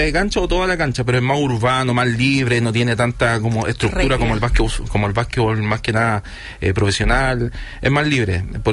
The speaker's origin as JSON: {"language": "Spanish", "town": "San Bernardo", "region": "Santiago Metropolitan", "country": "Chile", "said": "San Bernardo."}